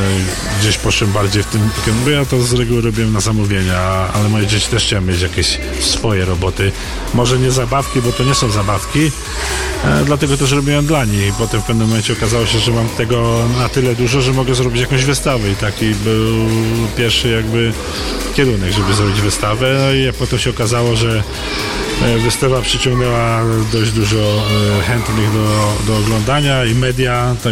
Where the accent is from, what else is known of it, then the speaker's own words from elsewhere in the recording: Zawadzkie, Opole Voivodeship, Poland; now in Łącznik, Poland; bo ja pochodzę z Zawadzkiego, a mieszkam tu w Łączniku tak, od 25 lat.